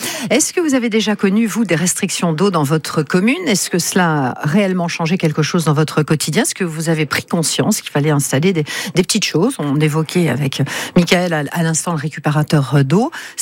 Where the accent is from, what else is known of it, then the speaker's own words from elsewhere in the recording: France; surtout chez nous en France.